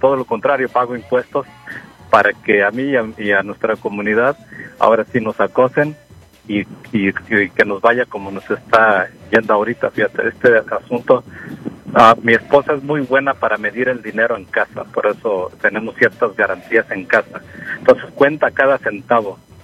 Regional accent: Jalisco, Mexico; Atotonilco en Jalisco, ahí que está cerquita de mi pueblo

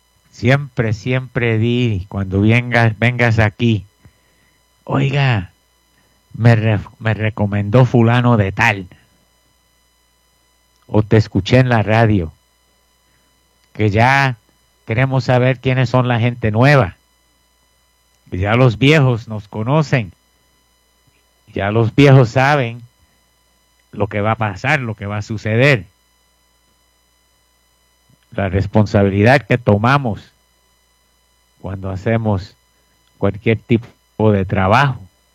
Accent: Puerto Rico; somos nosotros, los boricuas.

